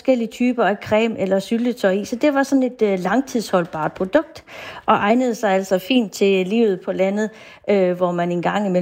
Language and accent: Danish; Funen, Region of Southern Denmark, Denmark; now in Jutland, Denmark; Ja, som fynbo bosat i Jylland